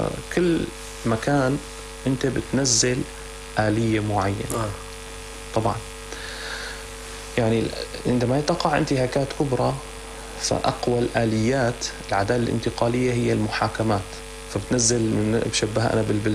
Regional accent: Syria; عندنا بسوريا

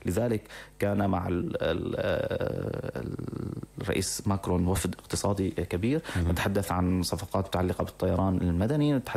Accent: Syria; بالنسبة لنا كسوريين

